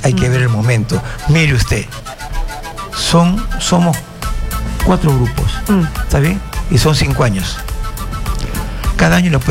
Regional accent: Peru; also born or lived in Mexico; Pero éramos peruanos y nos juntábamos a conversar.

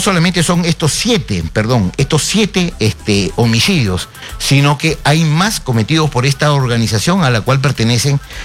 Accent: Peru; todos somos peruanos

